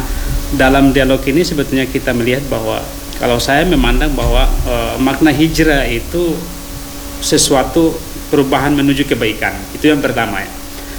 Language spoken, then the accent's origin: Indonesian; North Maluku, Indonesia; kalau asal saya dari Halmahera Timur.